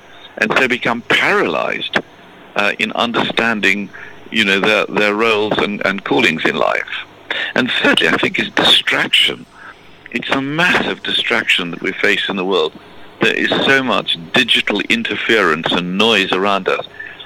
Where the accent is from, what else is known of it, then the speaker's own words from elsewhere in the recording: South Africa; moved away as an adult; Well, I grew up in South Africa, went to university there, studied law and philosophy.